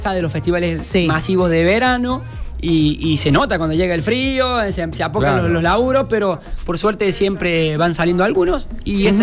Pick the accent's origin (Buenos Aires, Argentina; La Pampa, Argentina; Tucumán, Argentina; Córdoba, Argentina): Córdoba, Argentina; Sebastián Elcano; now in Villa del Totoral, Argentina; está Sergio de Sebastián el Cano de mi pueblo